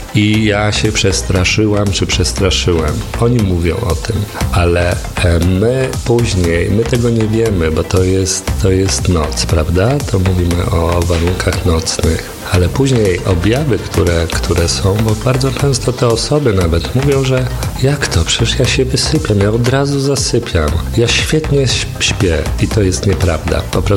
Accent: Warsaw, Masovian Voivodeship, Poland; born there

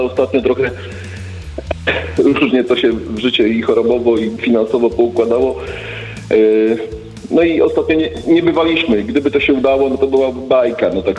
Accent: Łódź, Łódź Voivodeship, Poland; mieliśmy jechać do teatru do Olsztyna, ja z Łodzi jestem.

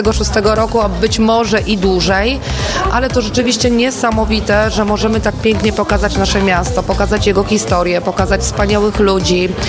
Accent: Wałbrzych, Lower Silesian Voivodeship, Poland; ja jestem rodowitą Wałbrzyszanką

